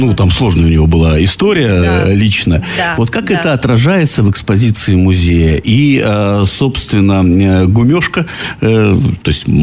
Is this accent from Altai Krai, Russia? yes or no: yes; Altai Krai, Russia; Я сам с Алтая, поэтому...